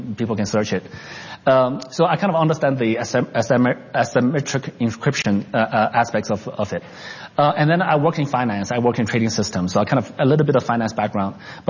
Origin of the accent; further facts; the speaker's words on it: Canada; also born or lived in New York; So when I grew up in Canada, working in U.S., working in New York for 4 years.